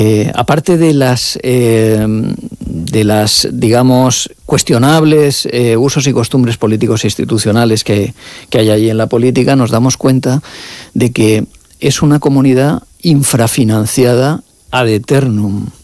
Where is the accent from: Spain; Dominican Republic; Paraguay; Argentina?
Spain; Valencian Community; Y soy alicantino, o sea, valenciano.